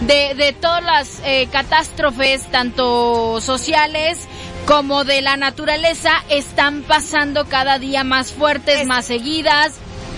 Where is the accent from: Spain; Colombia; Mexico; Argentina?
Mexico; yo sí siento que como mexicanos